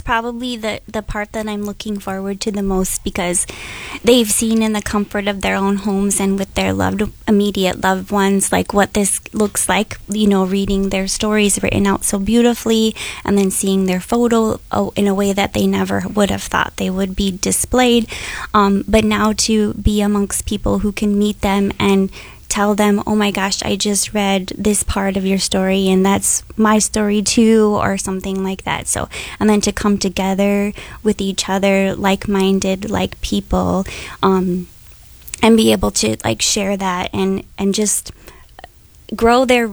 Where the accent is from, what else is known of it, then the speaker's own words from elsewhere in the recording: Texas, United States; I'm from Texas originally. So in Texas, obviously, those demographics are completely different than in, right. in Wisconsin, in Northeast Wisconsin. And in my community, I've lived there 20 years.